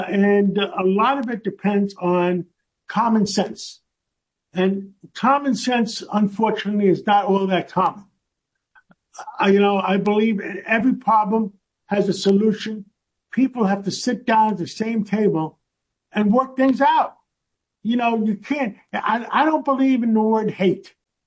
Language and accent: English; New York City, New York, United States; I grew up in Harlem on 135th Street, and between Broadway and Amsterdam Avenue by City College, by Lewiston Stadium up there.